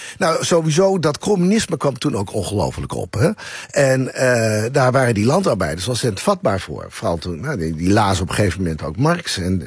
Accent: Assen, Drenthe, Netherlands; Ik kom zelf uit Assen, ja.

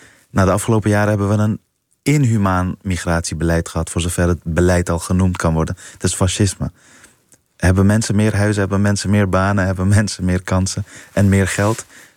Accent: Afghanistan; now in Netherlands; En als ik zei ik kom uit Afghanistan, zeiden mijn klasgenootjes, oh ja, dat ligt toch in Marokko?

